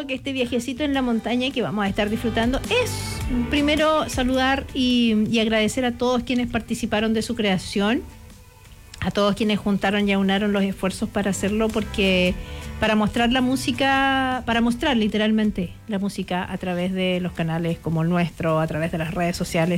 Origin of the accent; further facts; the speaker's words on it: Aysén, Chile; ¿Aplicaste la carta de yo vengo de Aysén? Todos, o sea, la hemos aplicado alguna vez en la vida.